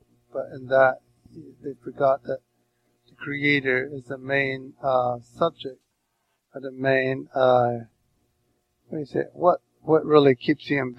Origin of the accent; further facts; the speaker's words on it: Navajo Nation, United States; Yes, I'm originally from Navajo Nation.